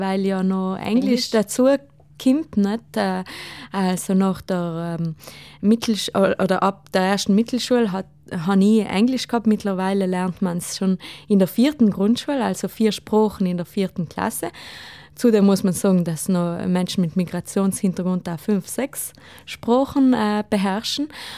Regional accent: Ladin valleys, Italy; first language Ladin; German is a second language; Ja, ich sage meistens, dass ich Ladinerin bin, dass ich Ladinisch rede und dass es eine Sprache ist, was in den Dolomiten gesprochen wird.

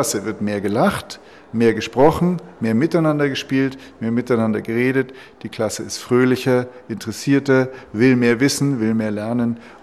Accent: Bavaria, Germany; Und ich bin jetzt aus Bayern

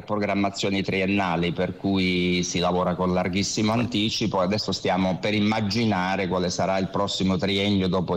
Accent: Apulia, Italy; born there; Poi noi siamo nati sul Gargano e gran parte del festival si fa sul Gargano, che è un piccolo continente dal punto di vista degli ambienti naturali e dei paesaggi.

